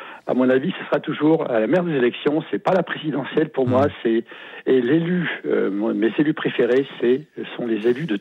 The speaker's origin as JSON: {"language": "French", "country": "France", "said": "Mais ce que je voulais vous dire, à mon avis, en tant que Français de base, c'est que faut pas oublier une chose."}